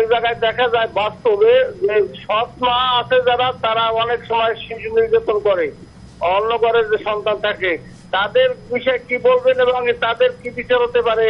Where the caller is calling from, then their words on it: Pangsha, Dhaka Division, Bangladesh; বড়খোলা পাংশা থেকে বলছিলাম।